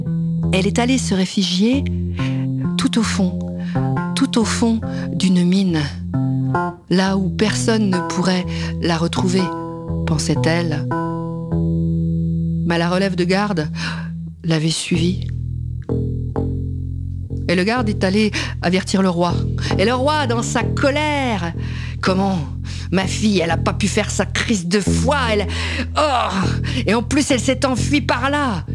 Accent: Kraków, Lesser Poland, Poland; Bah tu sais, moi je viens de Cracovie.

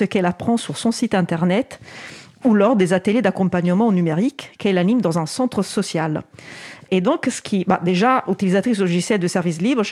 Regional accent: France; accent: French; Pardon, c'est mon accent français.

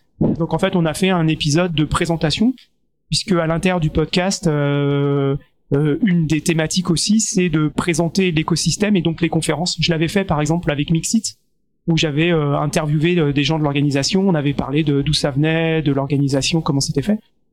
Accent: France

